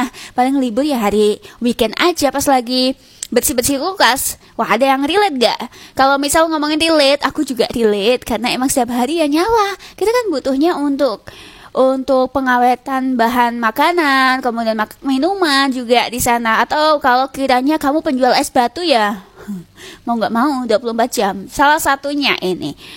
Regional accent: Lamongan, East Java, Indonesia; ada teman aku yang nanyain ketika habis kita perkenalan diri kalau kita dari Lamongan

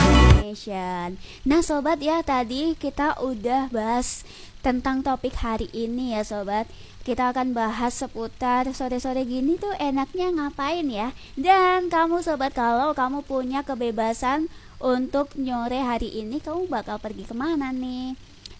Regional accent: Lamongan, East Java, Indonesia; Selain itu ya, Lamongan kan banyak sawah ya sobat ya. Kebetulan di desa aku juga ada deket sawah.

